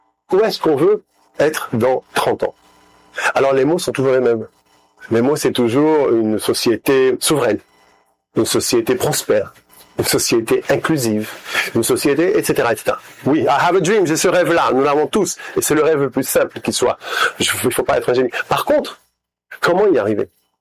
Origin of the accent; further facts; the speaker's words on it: Haiti; C'est dur ce que je dis, mais je parle pour moi, je suis haïtien.